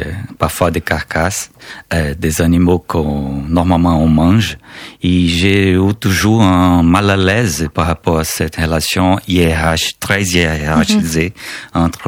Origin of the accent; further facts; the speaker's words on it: Manaus, Amazonas, Brazil; born there; French is a second language; moved away; je suis né à Manaus, dans l'Amazonie brésilienne